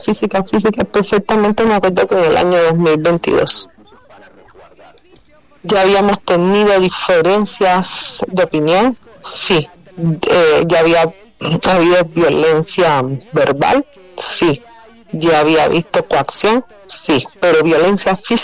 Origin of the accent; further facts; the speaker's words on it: Cuba; moved away as an adult; now in Mexico; Soy de origen cubano. Llegué aquí en el año 2017 con beca CONACYT para la maestría de energía en la UNAM.